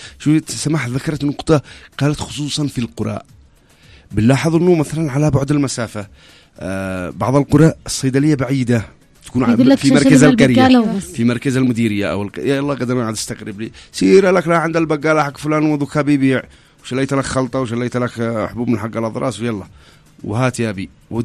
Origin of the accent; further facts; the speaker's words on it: Yemen; وإحنا شعب يمني